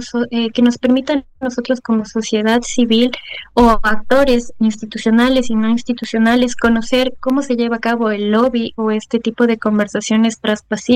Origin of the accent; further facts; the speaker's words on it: Ecuador; todos nosotros como ecuatorianos tenemos la posibilidad de presentarnos frente a la Asamblea, dado que somos ecuatorianos